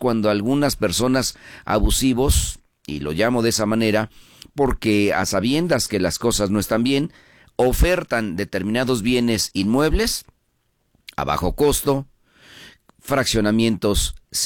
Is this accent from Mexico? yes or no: yes; Mexico; yo creo que la gran mayoría de nosotros, de la población y como mexicanos, y hoy estamos con la idea de adquirir una propiedad.